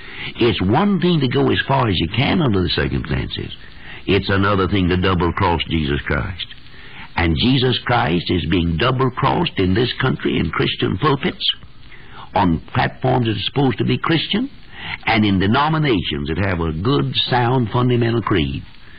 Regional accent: United States; I'm an American citizen.

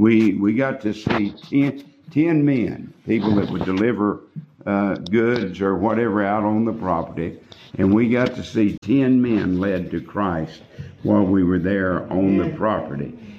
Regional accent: Texas, United States; It was a little Southern Baptist church in my hometown, about 50 miles outside of Amarillo.

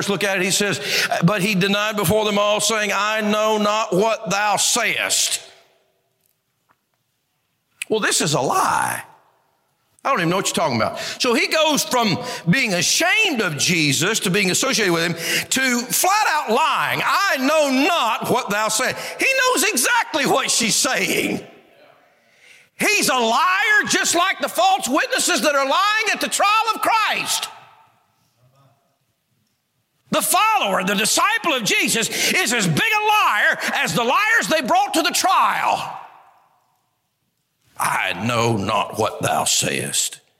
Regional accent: United States; Yep, and I'm an American.

